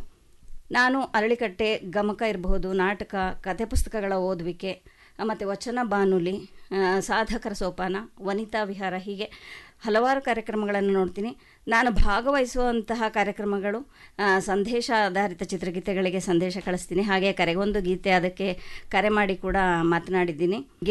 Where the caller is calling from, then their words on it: Hassan, Karnataka, India; ಹಾಸನದಿಂದ.